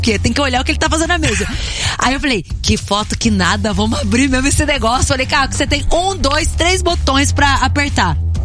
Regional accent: Minas Gerais, Brazil; now in São Paulo, Brazil; Eu, por exemplo, sou do sul de Minas Gerais e tô aqui em São Paulo.

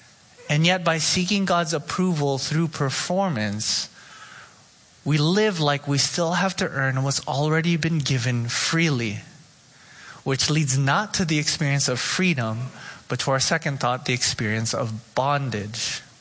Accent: Oxnard, California, United States; I know. I grew up in Oxnard. I drove a Toyota Matrix and gas was too expensive.

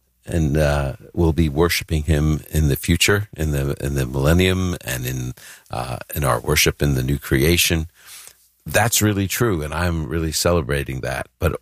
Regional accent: New York, United States; now in Chicago, United States; I applied, came to Chicago, never had been to Chicago. I came from New York. I came to the small town of Chicago.

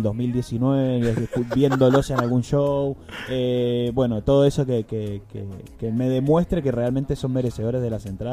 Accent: Mendoza, Argentina; esas cosas que como mendocinos nos interpelan

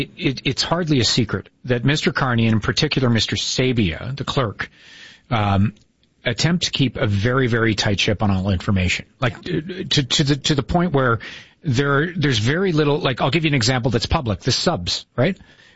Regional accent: Canada; And we're kind of being Canadian about it.

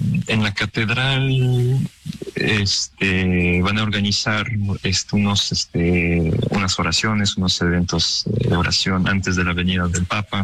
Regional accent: Mexico; now in France; Yo soy mexicano.

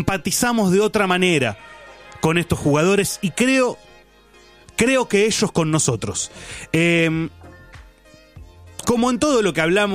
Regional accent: Argentina; los chicos que crecimos en Argentina

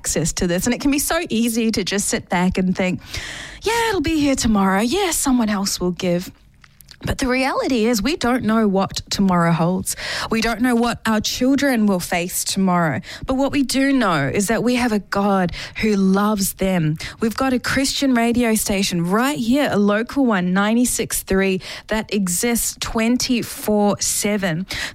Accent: New Zealand; moved away as an adult; also born or lived in India; now in Australia; I'm originally from India. And moved to New Zealand when I was about 1 year old, and then moved to Australia about 6 years ago now.

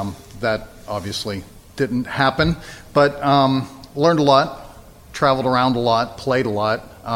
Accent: United States; I was born and raised in Butler County.

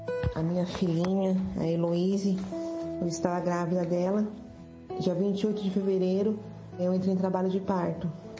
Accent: Mogi das Cruzes, São Paulo, Brazil; sou aqui de Mogi das Cruzes.

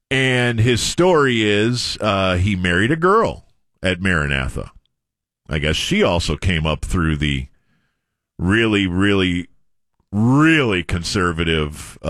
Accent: Watertown, Wisconsin, United States; I was born in Watertown. Nobody knows where Watertown, Wisconsin is. That's not a place where people are from, but I'm from there.

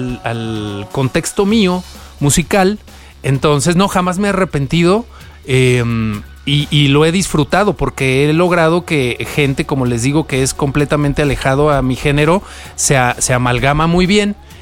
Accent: Guadalajara, Jalisco, Mexico; Que salgo de Guadalajara, yo soy de Guadalajara.

